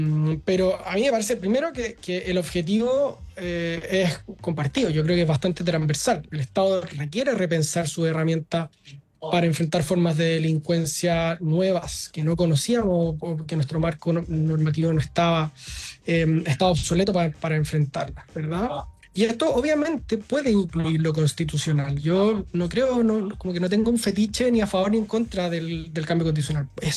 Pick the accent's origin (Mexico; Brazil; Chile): Chile